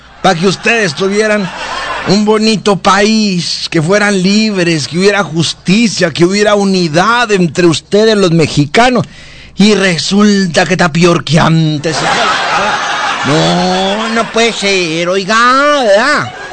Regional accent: Mexico; Soy pura mexicana, nacida en esta tierra.

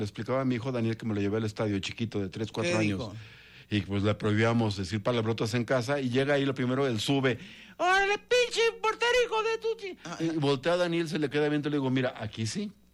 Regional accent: Jalisco, Mexico; soy del sur de Jalisco igual que él

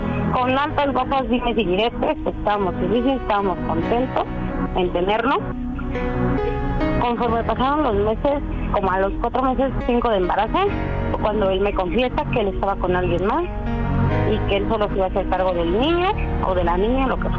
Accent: Ecatepec, State of Mexico, Mexico; Tengo 30 años, soy de aquí de Catepec.

